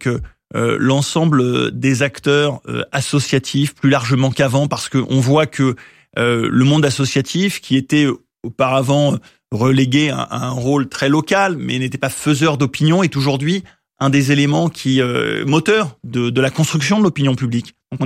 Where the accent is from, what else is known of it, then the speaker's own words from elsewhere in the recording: France; nous sommes d'une certaine manière sans cesse sur nos gardes en tant que Français juifs